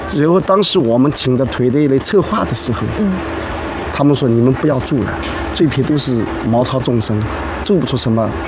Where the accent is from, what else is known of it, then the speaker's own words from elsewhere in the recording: Wenzhou, Zhejiang, China; 这就是我们温州人的精神。